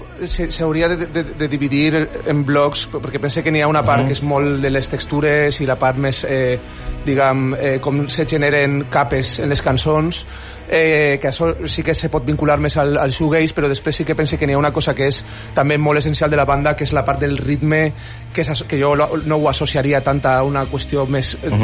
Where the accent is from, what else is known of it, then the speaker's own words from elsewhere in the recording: Valencia, Valencian Community, Spain; nosaltres som de València